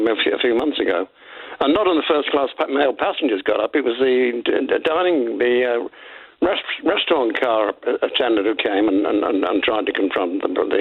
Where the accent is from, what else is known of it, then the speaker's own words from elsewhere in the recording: Liverpool, North West England, United Kingdom; I'm a Scouser, I still support Liverpool as football. I'm a university in Liverpool.